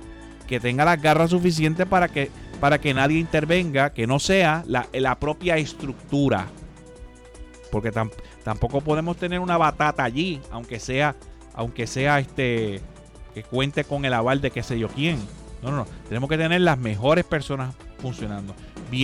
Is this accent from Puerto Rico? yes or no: yes; Quebradillas, Puerto Rico; also born or lived in Arecibo; Yo soy de los Piratas de Quebradilla. Nací en Arecibo. A los pocos días me mudé para Quebradilla, o me mudaron obligatoriamente. Y allí viví toda mi vida, en el Residencial Vigo Salas de Quebradilla.